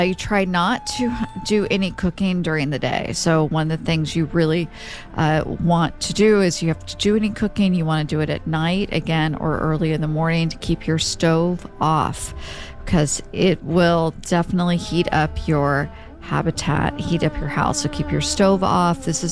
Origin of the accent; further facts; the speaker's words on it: Oklahoma, United States; moved away; I grew up in Oklahoma where it is very hot